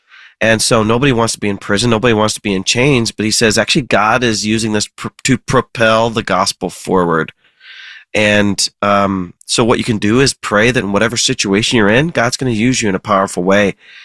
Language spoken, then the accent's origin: English; Ohio, United States; born or raised there